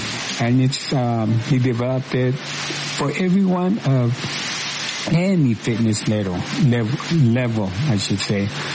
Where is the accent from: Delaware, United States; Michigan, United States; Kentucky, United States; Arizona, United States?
Arizona, United States; and not to forget the North End, which is Benjamo, Guadalupe, and my hometown, Hightown.